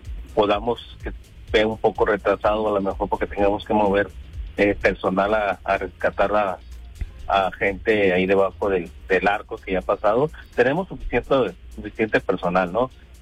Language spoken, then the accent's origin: Spanish; La Paz, Baja California Sur, Mexico; now in Cabo San Lucas, Mexico; Yo soy originario de La Paz, con 40 años viviendo aquí en Cabo San Lucas